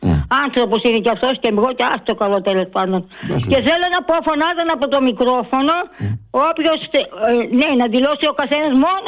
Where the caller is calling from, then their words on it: Agrinio, Western Greece, Greece; είμαι από το Αγρίνιο και εκεί βάζαμε καπνά.